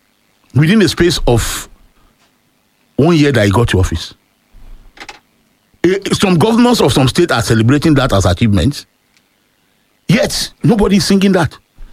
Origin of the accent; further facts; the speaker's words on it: Lagos, Nigeria; also born or lived in Ibadan; I was born and bred in Lagos, but my father had a culture. I'm his firstborn, so he usually bring me to Ibadan for my long vacation.